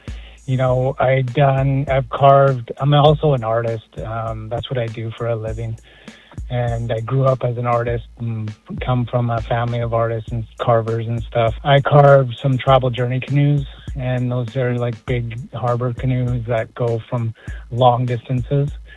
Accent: British Columbia, Canada; I come from the Stamenas First Nations

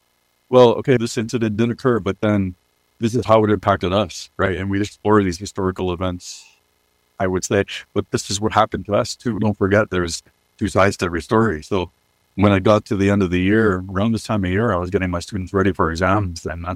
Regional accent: Canada; I read comic books when I was a kid growing up on the Rez.

